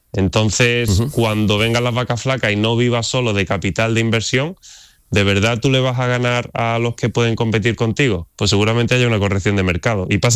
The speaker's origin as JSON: {"language": "Spanish", "region": "Andalusia", "country": "Spain", "said": "La verdad que me sorprendió porque, aun siendo andaluz y todo, era mi primera vez en el Al-Ándalus."}